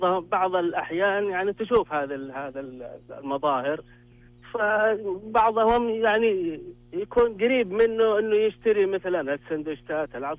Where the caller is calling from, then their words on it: Saudi Arabia; إحنا كسعوديين وكعرب